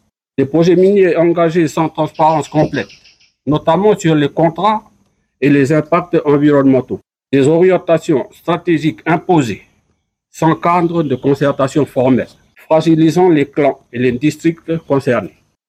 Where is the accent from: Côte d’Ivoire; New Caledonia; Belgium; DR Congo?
New Caledonia; Si jamais vous venez là-bas chez nous, en Akiti, vous allez voir comment on vit là-bas.